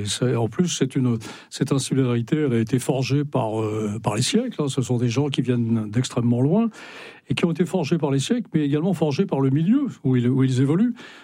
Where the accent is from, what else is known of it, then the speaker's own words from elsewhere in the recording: Brittany, France; c'est l'île Molène, au large de Brest et surtout au large de la Béryldute, qui est le village de mon enfance dans le Finistère Nord.